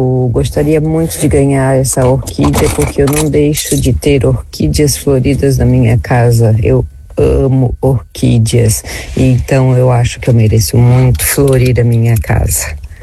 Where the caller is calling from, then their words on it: Brazil; da Vila Nova